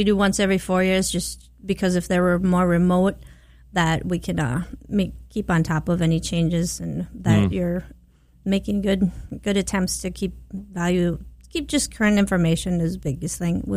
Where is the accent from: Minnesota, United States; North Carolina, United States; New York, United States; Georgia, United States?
Minnesota, United States; Brandon; I'm from Brandon.